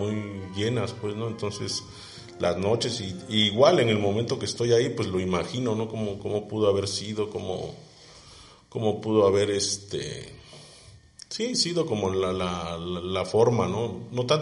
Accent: Oaxaca, Mexico

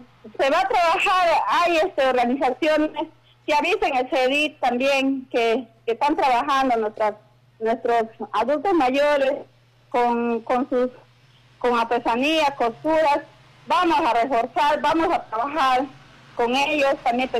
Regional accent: Peru; siento orgullosa como haitiana de servir a mi población, y no les voy a defraudar. Voy a seguir trabajando acá en mi pueblo, que me vio nacer, me vio crecer

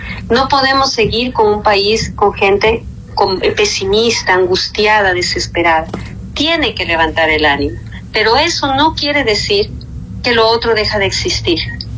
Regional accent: Ecuador; hay muchas cosas que nos unen como ecuatorianos

